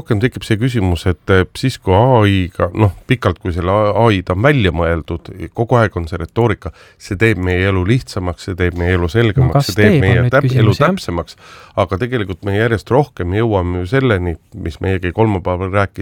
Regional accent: Tartu, Tartu County, Estonia; born there; ma olen sünnilt, olen tartlane.

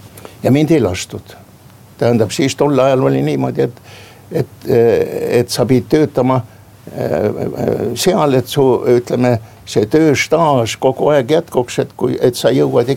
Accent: Lääne-Viru County, Estonia; minu sünnikodu lähedal on selline koht nagu Lammasmäe.

